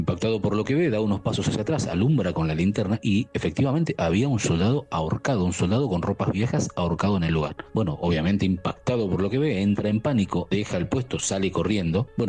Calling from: Buenos Aires Province, Argentina; vivo en Conurbano Sur.

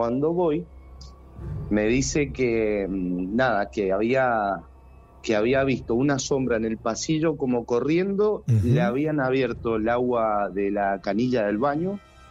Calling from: Mendoza, Argentina; De Mendoza.

